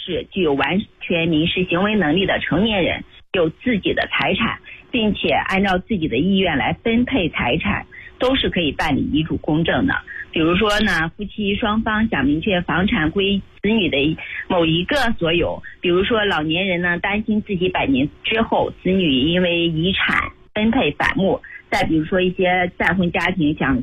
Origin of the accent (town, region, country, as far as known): China